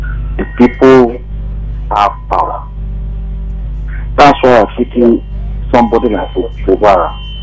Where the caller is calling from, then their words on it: Lagos, Nigeria; Calling from Aja.